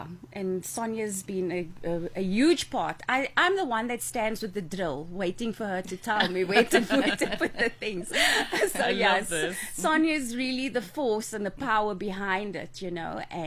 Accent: Cape Town, Western Cape, South Africa; And then I had an opportunity to move back to Cape Town, which is my hometown.

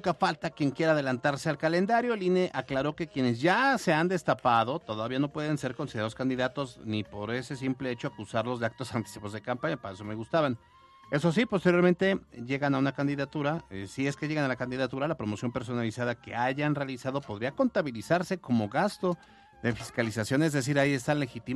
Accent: France; No puedo porque soy francés.

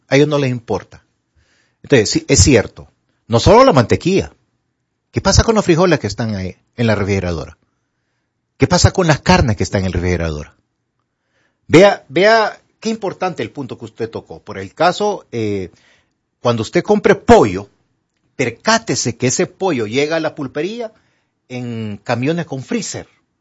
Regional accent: Honduras; Así somos los hondureños.

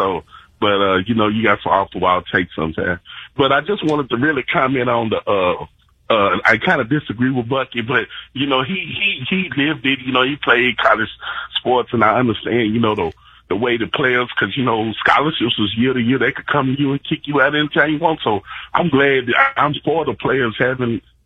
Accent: Tennessee, United States; I'm from the Mead in the North, right above Nashville.

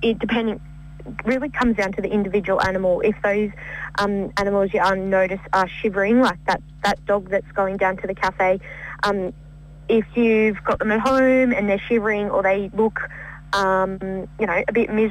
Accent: New South Wales, Australia; now in Albury, Australia; that's my hometown, or home locality would be best to call it, probably.

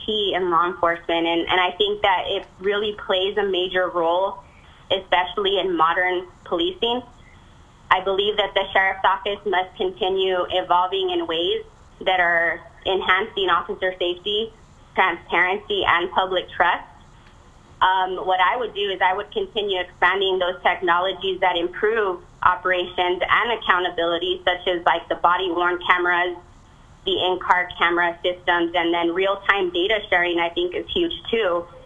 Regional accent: Doña Ana County, New Mexico, United States; I grew up right here in Doñana County, and I'm deeply rooted in this community.

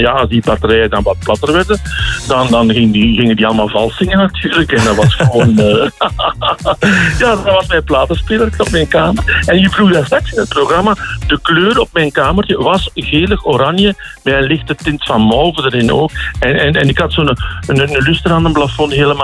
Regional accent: Temse, Flanders, Belgium; moved away; ik ben oorspronkelijk van Temse

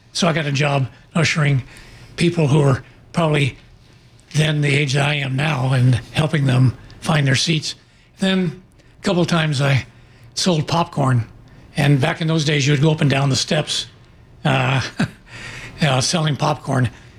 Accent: Lawrence, Kansas, United States; moved away; that's my hometown as well as where I went to school.

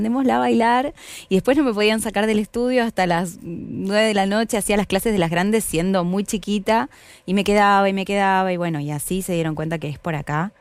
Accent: La Plata, Buenos Aires Province, Argentina; me venía a estudiar a Buenos Aires, yo soy de La Plata

